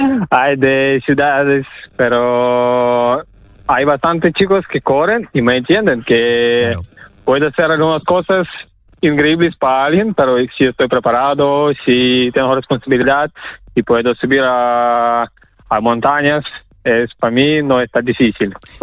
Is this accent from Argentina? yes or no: no; Ukraine; Spanish is a second language; moved away as an adult; now in Gijón, Spain; Yo soy de Ucrania y aquí vivo en Gijón 5 años.